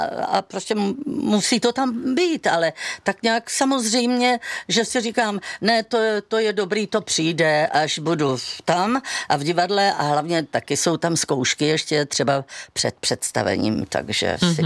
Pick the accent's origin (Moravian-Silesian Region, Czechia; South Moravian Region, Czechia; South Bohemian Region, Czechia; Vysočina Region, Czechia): South Moravian Region, Czechia; Brno; já prostě jsem sice rodilý Brňák